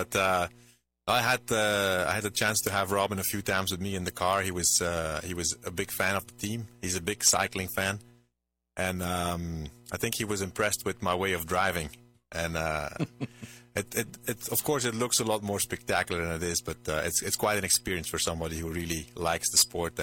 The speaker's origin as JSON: {"language": "English", "country": "Belgium", "said": "I'm from Belgium. And in Belgium, it's the second most important sport to soccer."}